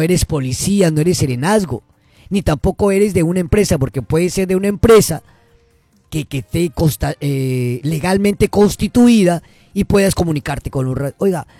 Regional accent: Peru

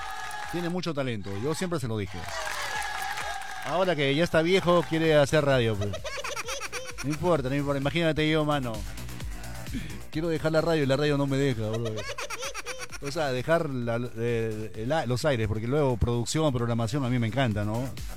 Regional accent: Peru; Hay que participar como peruanos de lo que estamos viviendo ahora.

